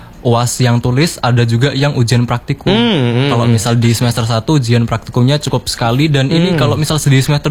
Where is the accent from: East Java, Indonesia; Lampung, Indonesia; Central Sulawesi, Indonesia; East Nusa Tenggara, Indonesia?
East Java, Indonesia; Banyuwangi; Saya dari Banyuwangi.